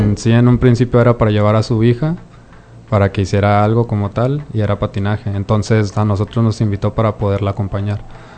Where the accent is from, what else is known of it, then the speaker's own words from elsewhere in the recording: Tepic, Nayarit, Mexico; Yo soy de aquí, de Tepic, Nayarit. Nací en el 98